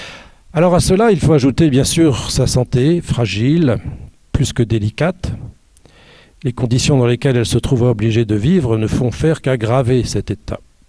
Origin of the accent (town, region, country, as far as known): Hauts-de-France, France